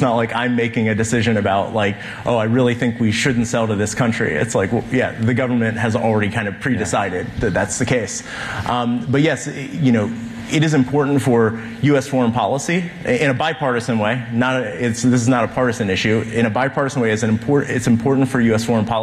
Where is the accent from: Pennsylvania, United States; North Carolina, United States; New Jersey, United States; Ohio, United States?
Ohio, United States; I want to be clear. I'm from Ohio originally.